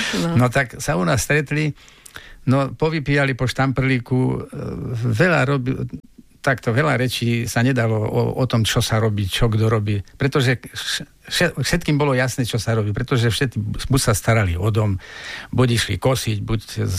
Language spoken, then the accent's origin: Slovak; Telgárt, Banská Bystrica Region, Slovakia